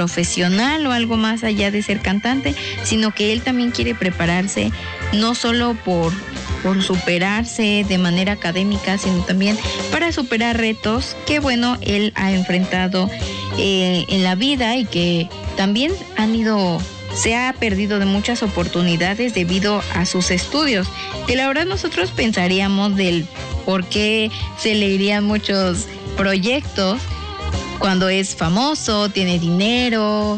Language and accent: Spanish; Mexico; siendo mexicanos